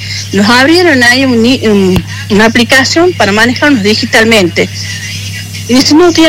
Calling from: Chilecito, La Rioja, Argentina; yo soy de acá de Chilecito

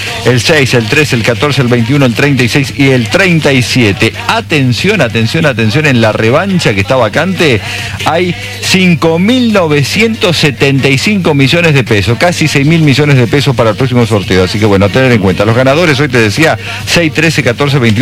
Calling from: Victoria, Entre Ríos, Argentina; Por acá en el 1144-0590 … de Victoria, Entre Ríos.

